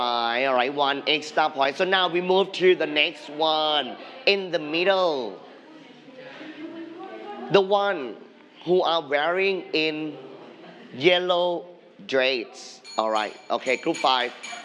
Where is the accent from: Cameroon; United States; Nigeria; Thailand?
Thailand; I'm from Thailand, right? So I'm Thai.